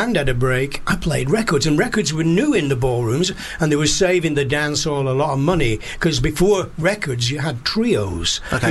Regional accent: Oldham, North West England, United Kingdom; accent: northern; I'm from Oldham

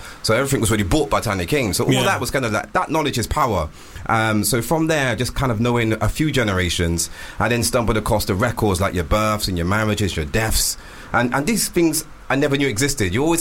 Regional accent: Bristol, South West England, United Kingdom; moved away as an adult; now in London, United Kingdom; I came up from Bristol to London to pursue my music career, to get into the music scene, the hip-hop scenes. That's my background.

